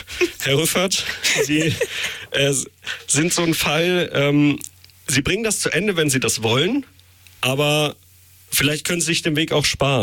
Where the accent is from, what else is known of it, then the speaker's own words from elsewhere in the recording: Dinslaken, North Rhine-Westphalia, Germany; Und das Ganze fand in der Kostbar in meiner Heimatstadt Dienstlaken so 2016, 17 statt.